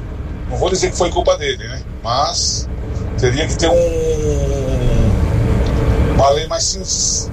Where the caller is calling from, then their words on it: São Paulo, Brazil; sou de São Miguel Paulista.